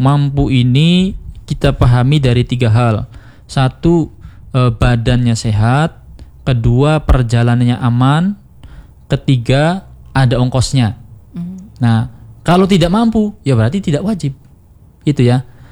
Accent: Cirebon, West Java, Indonesia; kita orang Cirebon di sini

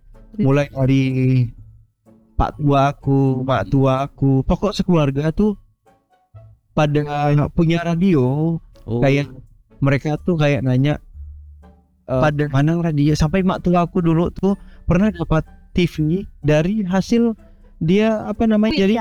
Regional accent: West Kalimantan, Indonesia; Kan karena kami hidup di perbatasan ya. Kalau aku di kampung Sontas, suku Dayak Bidayu

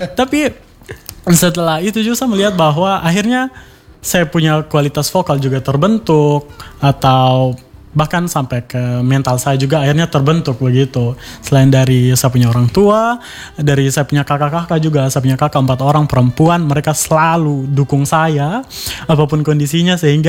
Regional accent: Waingapu, East Nusa Tenggara, Indonesia; now in Kupang, Indonesia; Saya mahasiswa ilmu komunikasi Universitas Nusa Cendana. Dan saya berasal dari Kabupaten Sumba Timur, tepatnya di Kota Waingapu.

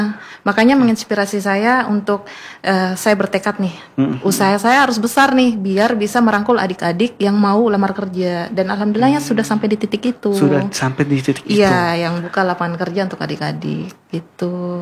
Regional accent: Reo, East Nusa Tenggara, Indonesia; born or raised there; also born or lived in Makassar

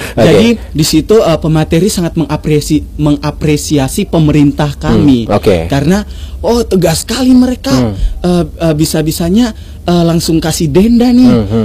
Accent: Ambon, Maluku, Indonesia; sebagai anak muda Ambon

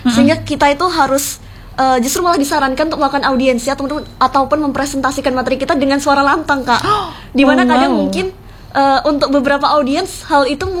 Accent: East Java, Indonesia; Sebenarnya orang Jawa juga sih kak. Aku dari Ngawi, Sidoarjo.

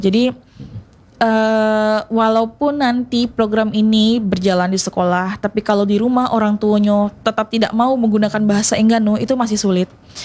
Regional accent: Bengkulu, Indonesia; born there; Orang tua saya itu, ibu saya Sunda, bapak saya Jawa. Saya lahir di Bengkulu, tapi saya tidak bisa bahasa Rejang, tidak bisa bahasa Serawai, tidak bisa bahasa Lembak.

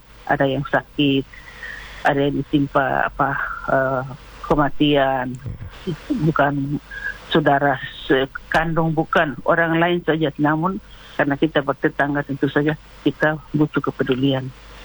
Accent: North Maluku, Indonesia; kita orang Maluku Utara ya, terutama yang ada di Ternate ini.

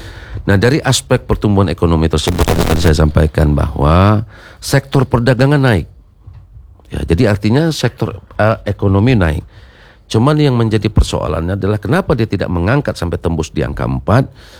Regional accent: Tanjung Pinang, Riau Islands, Indonesia; saya sebagai anak Tanjung Pinang

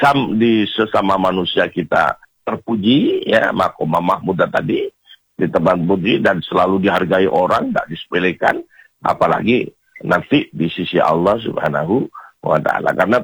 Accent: Madura, East Java, Indonesia; Kalau di daerah saya Madura itu langgar banyak ya.

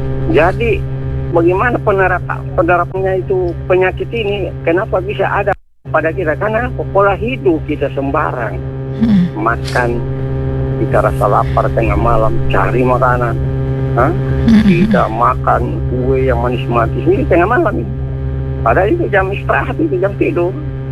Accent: North Sulawesi, Indonesia; kalau di kampung saya Bunda, di Sulawesi Utara dulu, orang tua dulu itu korok dengan sendok itu

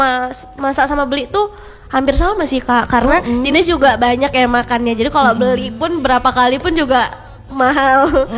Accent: Medan, North Sumatra, Indonesia; Orang Medan

